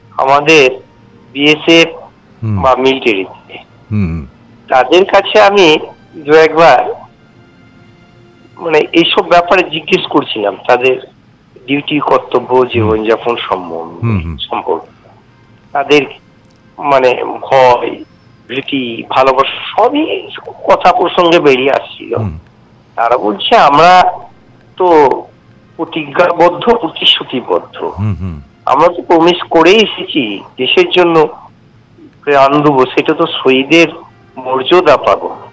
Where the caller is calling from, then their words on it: West Bengal, India; আমি পশ্চিমবঙ্গের বীরভূম থেকে